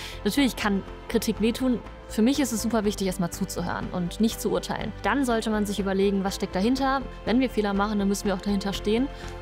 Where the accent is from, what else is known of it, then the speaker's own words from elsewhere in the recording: Essen, North Rhine-Westphalia, Germany; ich komme aus Essen, bin Kind aus dem Ruhrgebiet und Journalistin beim WDR.